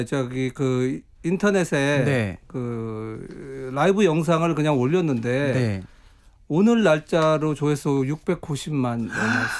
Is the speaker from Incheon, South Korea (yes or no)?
yes; Incheon, South Korea; 아, 이게 제가 이제 고향이 인천인데